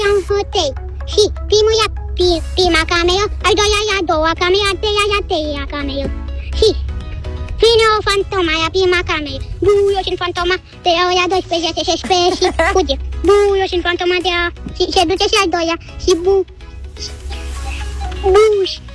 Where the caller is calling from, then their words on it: Bucharest, Romania; din București, am 6 ani